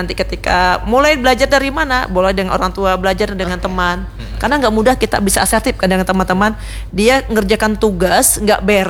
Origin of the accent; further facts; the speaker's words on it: Indonesia; kita sejak kecil di masa lalu di Indonesia kita tidak terbiasa mengekspresikan perasaan.